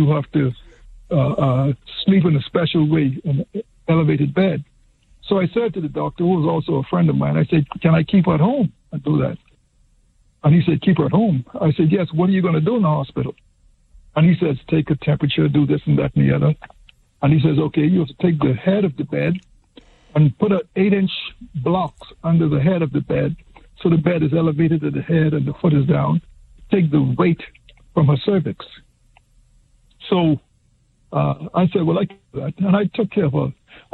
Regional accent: Bahamas; I'm from the Bahamas, and my family were, my grandmother was custodian for the church.

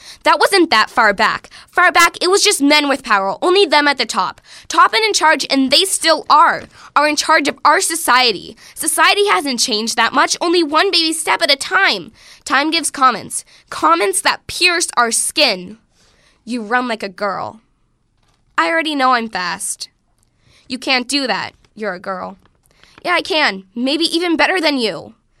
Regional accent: Greenfield, United States; I'm from Greenfield.

